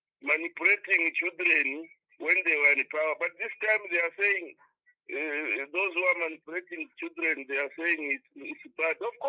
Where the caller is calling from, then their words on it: Ndola, Copperbelt, Zambia; I'm calling from Mundora.